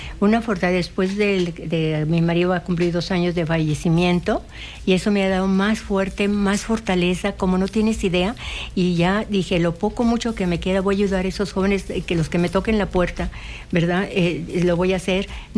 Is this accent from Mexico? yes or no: yes; Torreón, Coahuila, Mexico; also born or lived in San Pedro de las Colonias, Mexico; mi madre en paz descanse era libanesa y bueno, yo soy de San Pedro de las Colonias, pero crecí aquí y soy torreonense ya.